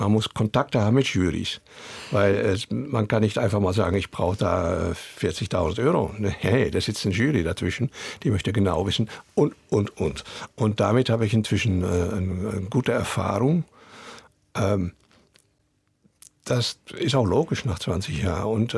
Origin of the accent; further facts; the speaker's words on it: Netherlands; German is a second language; now in Germany; als Holländer